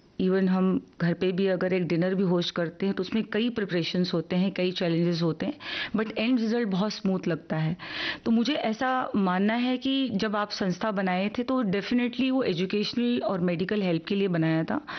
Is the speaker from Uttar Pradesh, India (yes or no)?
yes; Uttar Pradesh, India; क्योंकि हम उत्तर प्रदेश से हैं